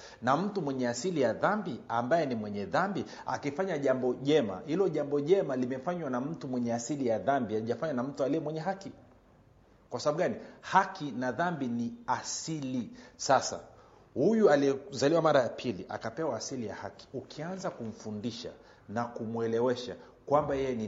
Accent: Kilimanjaro, Tanzania; Kule kwetu Uchagani, sehemu moja Machame

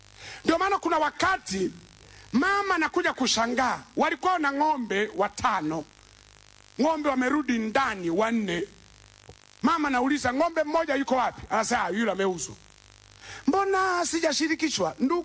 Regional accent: Mbeya, Tanzania; Sisi kule kwetu Mbeya kuna mambo ya ajabu sana.

